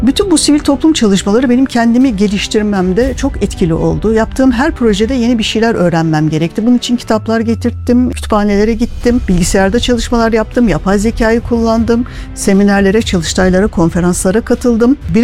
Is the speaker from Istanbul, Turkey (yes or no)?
yes; Istanbul, Turkey; moved away as an adult; also born or lived in Trabzon; now in Kayseri, Turkey; Ben Trabzon'da doğdum, İstanbul'da büyüdüm, 37 yıldır Kayseri'de yaşıyorum. Kalabalık bir aileye doğdum.